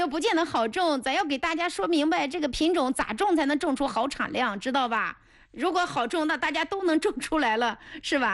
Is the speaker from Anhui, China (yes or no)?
yes; Anhui, China; 我们安徽人听不懂